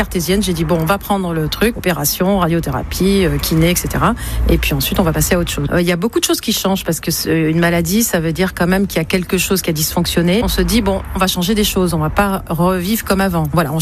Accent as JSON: {"language": "French", "town": "Arcachon", "region": "Nouvelle-Aquitaine", "country": "France", "tie": "born there", "said": "j'ai 61 ans, je suis née à Arcachon."}